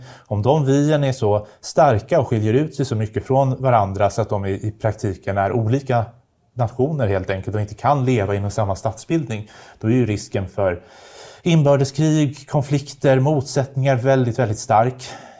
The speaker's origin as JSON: {"language": "Swedish", "country": "Sweden"}